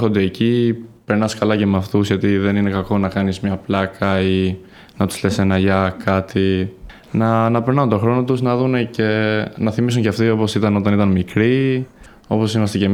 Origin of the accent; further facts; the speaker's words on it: Albania; Greek is a second language; now in Greece; εγώ που δεν είμαι από την Ελλάδα, είμαι από την Αλβανία. Ήταν ένα πράγμα που το έχουμε κάνει και στην Αλβανία.